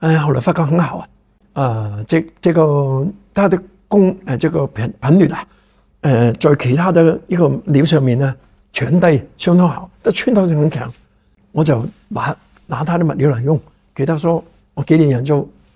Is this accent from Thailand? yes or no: no; Hong Kong; 各位观众你好，我来自香港的